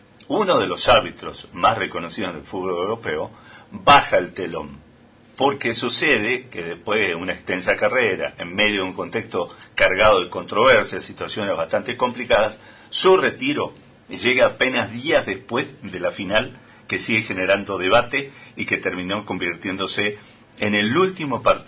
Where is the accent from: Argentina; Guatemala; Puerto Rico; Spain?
Argentina